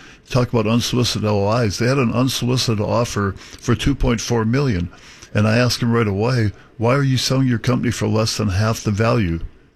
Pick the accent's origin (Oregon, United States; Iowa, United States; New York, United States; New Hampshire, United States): Iowa, United States; I'm from Iowa